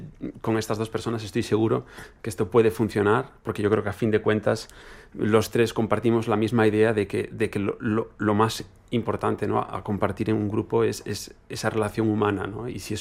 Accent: Catalonia, Spain; Es que yo soy catalán, entonces era claro. Era mi zona, entonces les podía invitar a mi casa

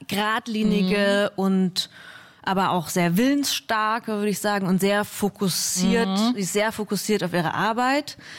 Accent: Dresden, Saxony, Germany; ich bin in Dresden geboren und aufgewachsen

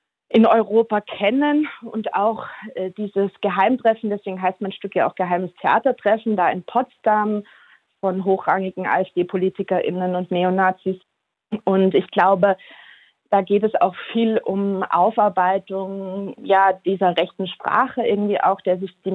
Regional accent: Vienna, Austria; Also als Wienerin kann ich das wirklich sagen

